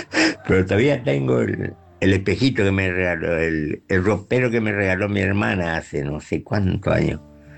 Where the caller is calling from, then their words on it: Clorinda, Formosa, Argentina; de Clorinda Formosa.